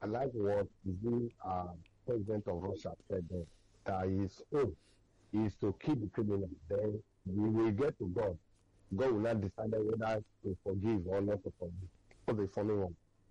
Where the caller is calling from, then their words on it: Ikeja, Lagos, Nigeria; calling from Ikeja.